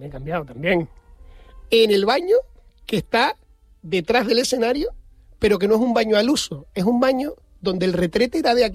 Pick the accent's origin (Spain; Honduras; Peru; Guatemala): Spain; Los Realejos, Canary Islands; soy del pueblo que está recogido en el libro Guinness de los récords como el municipio más fiestero de España. Los Realejos tiene 82 fiestas.